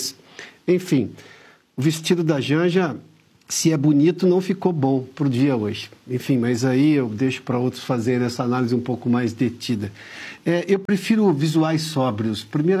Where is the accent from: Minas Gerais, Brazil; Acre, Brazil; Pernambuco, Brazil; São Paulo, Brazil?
São Paulo, Brazil; moved away; lá no interior de São Paulo, de onde eu venho, no meio da década de 80